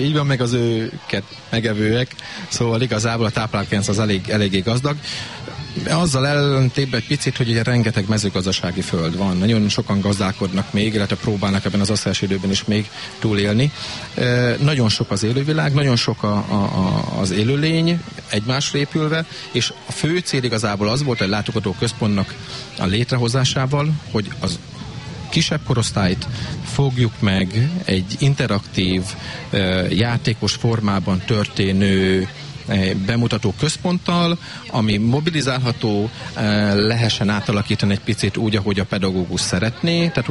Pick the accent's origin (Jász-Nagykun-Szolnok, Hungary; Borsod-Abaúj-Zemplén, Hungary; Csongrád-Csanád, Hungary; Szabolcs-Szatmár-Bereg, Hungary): Jász-Nagykun-Szolnok, Hungary; moved away as an adult; now in Jászboldogháza, Hungary; kisgyerekkorban én Kishuszonáson nőttem fel, tehát én itt Boldogházban szokták mondani, hogy gyükment vagyok, már 16 éve itt élek.